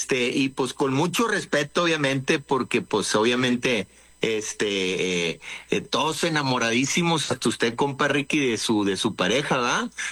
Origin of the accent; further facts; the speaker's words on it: Culiacán, Sinaloa, Mexico; now in Querétaro, Mexico; Desde que me salí de Culiacán, me fui a radicar a Querétaro.